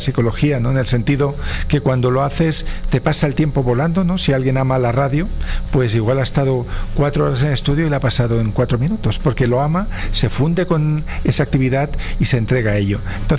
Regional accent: Barcelona, Catalonia, Spain

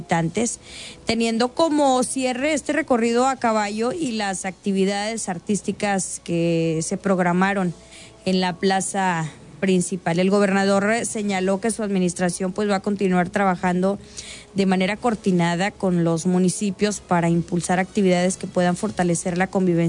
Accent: Mexico

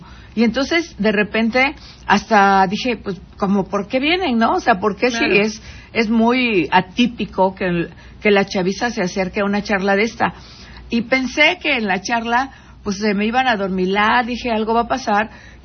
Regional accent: Guerrero, Mexico; moved away

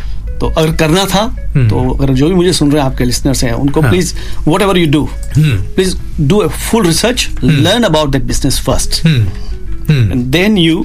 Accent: Rajasthan, India; देखो मैं तो राजस्थान से हूँ मारवाड़ी खून है

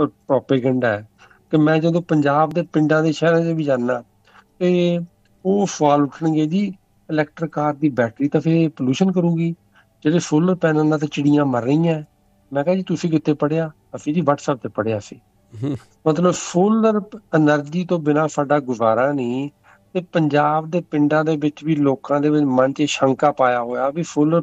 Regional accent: Amritsar, Punjab, India; moved away as an adult; ਹਾਂਜੀ ਮੈਂ ਵੀ ਉਸੇ ਜੰਮਿਆ ਪੜਿਆ, 22 ਸਾਲ ਤੱਕ ਮੈਂ ਉੱਥੇ ਰਿਹਾ, ਇੱਦਾਂ ਦੀ ਹਨੇਰੀ ਚੱਕੜ ਕਦੀ ਨਹੀਂ ਸੀ ਵੇਖਿਆ।

